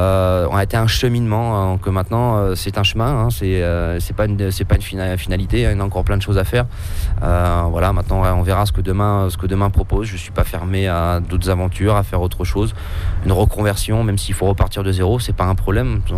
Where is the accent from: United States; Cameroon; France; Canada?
France; moved away; bien que je suis un amoureux de mon pays, je suis un vrai Français dans l'âme, j'adore la culture française